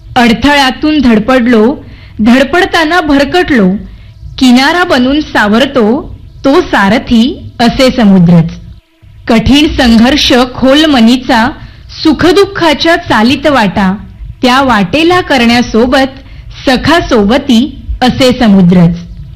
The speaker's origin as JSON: {"language": "Marathi", "town": "Devgad", "region": "Maharashtra", "country": "India", "tie": "born or raised there", "lives_now": "Mumbai, India", "said": "मी मूळची देवगडची आहे, तर गावी कसं निरभ्र आकाश आपल्याला पाहायला मिळतं"}